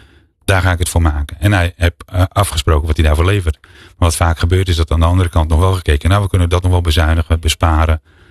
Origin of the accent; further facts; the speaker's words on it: Netherlands; En het verbaast mij dat wij dat niet als Nederlanders aan het doen zijn.